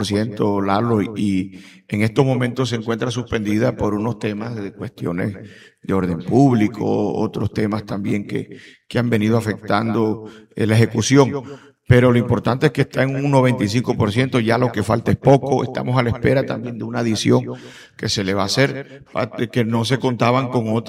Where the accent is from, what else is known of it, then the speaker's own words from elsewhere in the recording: Colombia; Pero de allí sigo siendo ese sanjuanero con sentido de pertenencia